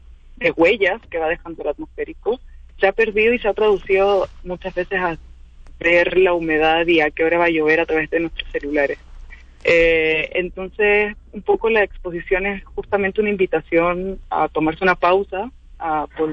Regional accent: Santiago, Santiago Metropolitan Region, Chile; yo soy de Santiago

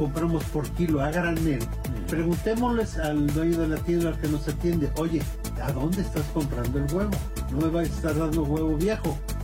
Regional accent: Mexico; México no necesita importar huevo porque somos autosuficientes.

